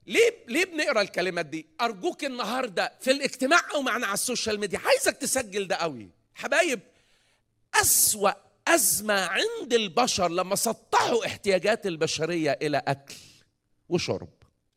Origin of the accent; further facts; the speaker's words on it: Egypt; عندنا في مصر